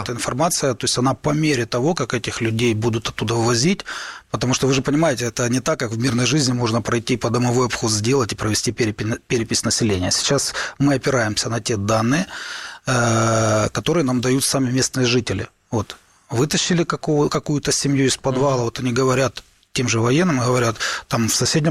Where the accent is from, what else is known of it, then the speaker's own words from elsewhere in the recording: Kharkiv, Kharkiv Oblast, Ukraine; Но я прекрасно осознаю, как харьковчанин, зная эту территорию